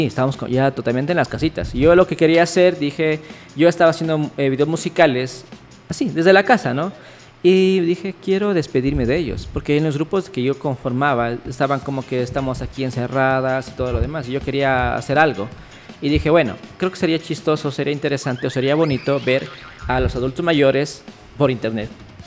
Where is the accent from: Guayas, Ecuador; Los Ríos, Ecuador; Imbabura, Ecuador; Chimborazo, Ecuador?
Imbabura, Ecuador; Otavalo; born there; also born or lived in Ibarra; yo nací aquí en Ibarra. Pero los 3 mesecitos me dijeron, aquí no es. Y nos fuimos para Otavalo.